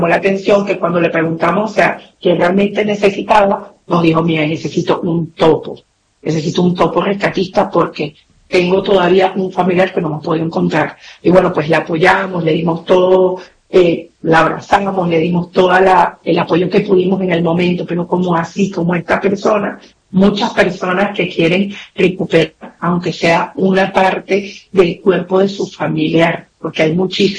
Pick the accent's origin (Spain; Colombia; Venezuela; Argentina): Venezuela; Es increíble la solidaridad que ha tenido San mi pueblo, porque yo soy venezolana